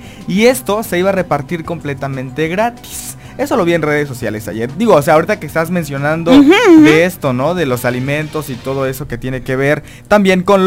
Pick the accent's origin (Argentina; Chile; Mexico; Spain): Mexico; nosotros como mexicanos